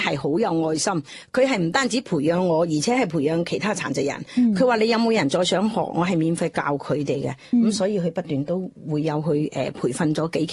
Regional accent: Guangzhou, Guangdong, China; 我哋广州人

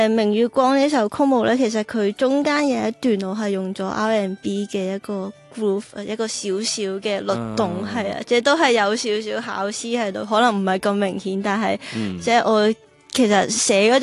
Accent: Macau; 我始终我系澳门人啦，咁即系我都系呢个大湾区长大，咁我觉得即系都系我最熟悉嘅语言，同埋最熟悉嘅一个音乐体系咯

